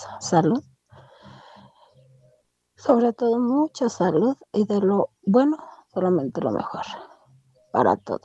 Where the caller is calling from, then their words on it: Jacona, Michoacán, Mexico; de Jacona.